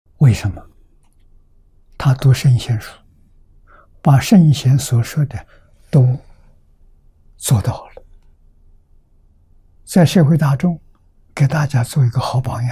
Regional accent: Anhui, China; born there; moved away; 我在10岁这个十年，从出生到10岁，我们生长在乡下，我们家乡读书人多，桐城派的根据地

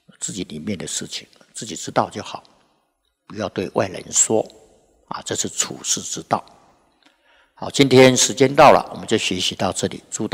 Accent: Taiwan; accent: Taiwanese; now in Dallas, United States; 那听到我讲话的口音啊，是台湾话啊，那特别亲切

